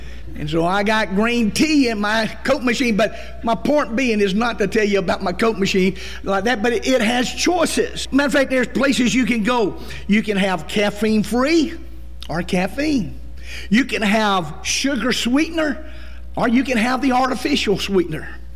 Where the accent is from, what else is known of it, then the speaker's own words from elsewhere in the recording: United States; That's part of being American, I think.